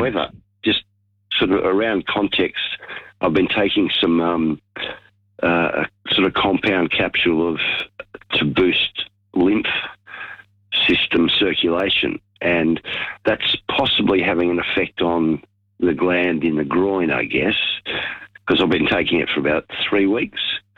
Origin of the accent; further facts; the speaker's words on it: Canberra, Australian Capital Territory, Australia; I'm from Canberra.